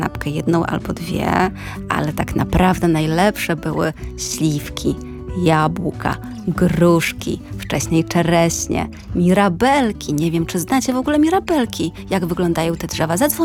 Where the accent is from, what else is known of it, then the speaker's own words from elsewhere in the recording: Janowiec, Lublin Voivodeship, Poland; now in Warsaw, Poland; w mojej rodzinnej miejscowości, czyli tam, gdzie się wychowałam, to jest Janowiec nad Wisłą w województwie lubelskim.